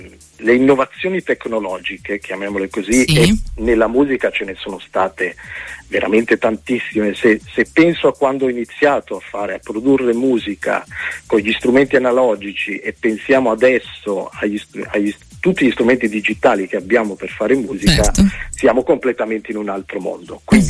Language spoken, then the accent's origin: Italian; northern Italy, Italy; accent: northern; now in Brindisi province, Italy; io sono di origine campana, sono napoletano di origine, però sono cresciuto al nord, però insomma la mia famiglia mi ha sempre fortemente legato alle mie origini mediterranee.